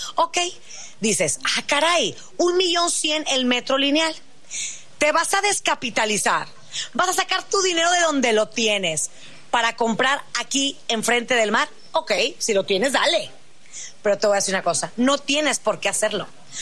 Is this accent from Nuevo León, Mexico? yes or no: yes; Monterrey, Nuevo León, Mexico; accent: regio; Yo siempre busco, ya saben, mi acento de dónde es regio.